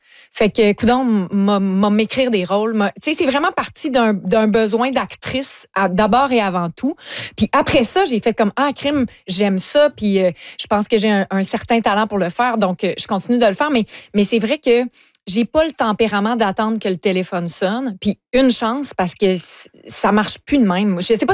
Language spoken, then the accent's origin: French; Lévis, Quebec, Canada; Ben, moi, je viens de Lévis.